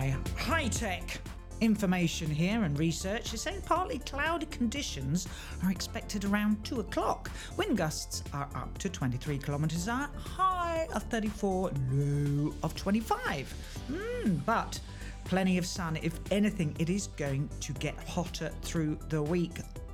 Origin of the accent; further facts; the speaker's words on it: United Kingdom; moved away; my hometown, which is just on the outskirts of London.